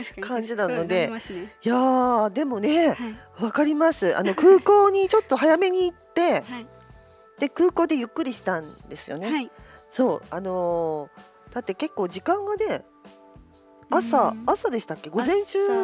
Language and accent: Japanese; Okinawa, Japan; 高いし南国だし、なんか沖縄から来てるんだけど、うん、宮崎も南国なんだねっていう、なんかね。